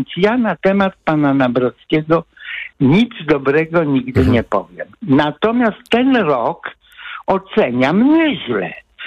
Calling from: Gdańsk, Pomeranian Voivodeship, Poland; ja mieszkam w Boliwie, a pracuję na głównym mieście

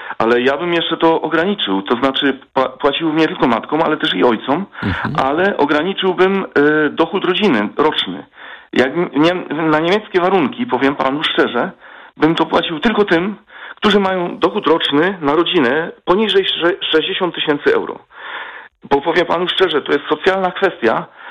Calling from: Bavaria, Germany; Ja tu jestem w Niemczech

